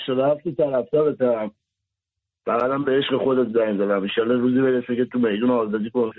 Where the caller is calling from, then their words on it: northern Iran, Iran; آقا جایی ما هم شمالیم، اصالت شمالیم،